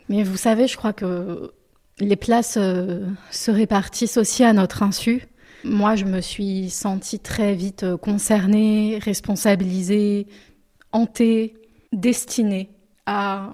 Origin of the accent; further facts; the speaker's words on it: France; first language French; en 2025, à l'âge que j'ai, en France, et finalement me sentir française, et pouvoir dire, mais en fait, c'est ma langue maternelle.